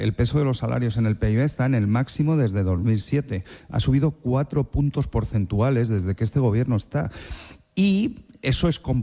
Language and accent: Spanish; Alcalá de Henares, Community of Madrid, Spain; Yo soy de Alcalá, Quevedo estaba allí en mi universidad también